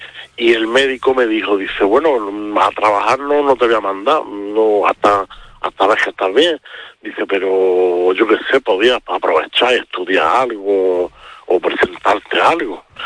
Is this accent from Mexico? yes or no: no; Spain; pero yo soy típica de España, a mí no me sacas de la dieta mediterránea